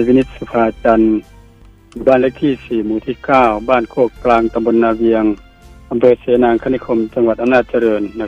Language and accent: Thai; Amnat Charoen, Thailand; เป็นคนที่อำนาจเจริญโดยตรงเลยเกิดที่อำนาจเจริญตั้งแต่จังหวัดอำนาจเจริญยังนั้นเป็นจังหวัดยังเป็นอำเภออยู่